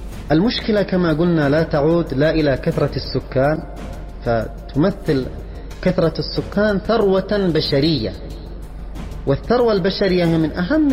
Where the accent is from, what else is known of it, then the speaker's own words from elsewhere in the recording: Yemen; في بلدنا اليمن في إجراءات أو في مصوحات ودراسات سابقة وصلت إلى نتيجة أن محافظة الجوف ومحافظة مأرب ومحافظة حضرموت كافية في توفير ما نحتاجه في اليمن من القمح.